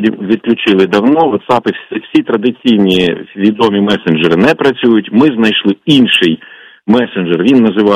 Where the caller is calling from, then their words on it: Kyiv, Ukraine; я з Києва.